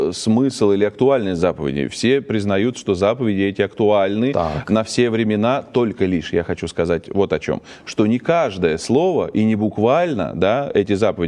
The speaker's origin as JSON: {"language": "Russian", "country": "Russia", "tie": "born there", "said": "Мы родились в России, Бог даст в России и помрем."}